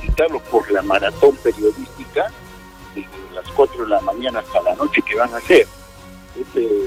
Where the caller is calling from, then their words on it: Arequipa, Peru; como arequipeño